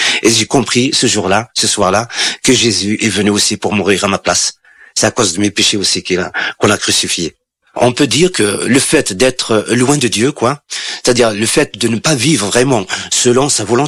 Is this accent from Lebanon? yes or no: no; Algeria; now in France; Quand je suis parti en France d'Algérie, c'est pour fuir un petit peu toutes ces questions de religion.